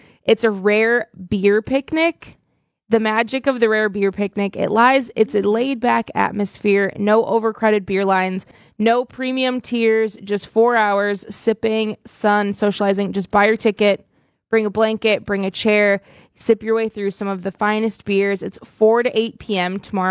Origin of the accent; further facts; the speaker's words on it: Wahpeton, North Dakota, United States; I am biased from Wahpeton, but this is a really cool event.